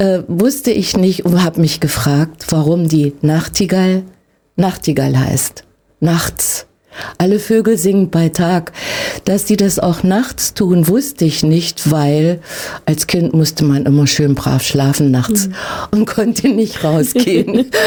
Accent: Heilbad Heiligenstadt, Thuringia, Germany; born there; moved away as an adult; now in Lengenfeld, Germany

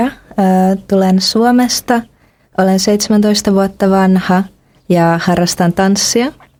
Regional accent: Finland; German is a second language; Ich komme aus Finnland. Ich bin 17 Jahre alt.

